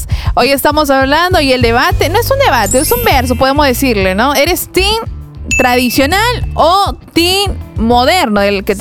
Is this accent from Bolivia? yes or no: no; Peru; nuestra cultura como peruanos